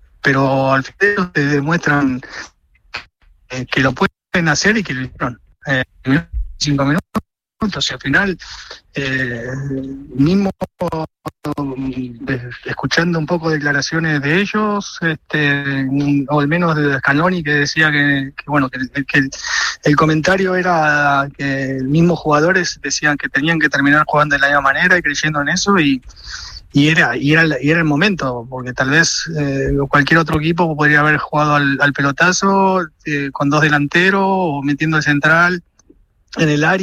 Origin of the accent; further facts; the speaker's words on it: Argentina; como argentinos, a nosotros nos ilusiona muchísimo.